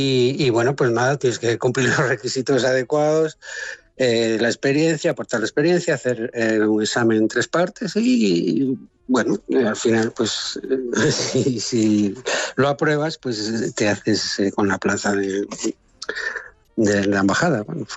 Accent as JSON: {"language": "Spanish", "region": "Galicia", "country": "Spain", "said": "Y bueno, yo soy gallego, mi mano en la cocina española siempre está detrás"}